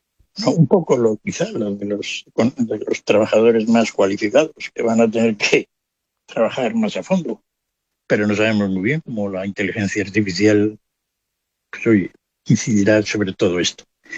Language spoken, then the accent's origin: Spanish; Spain; todo el desastre que ya somos expertos los españoles mundiales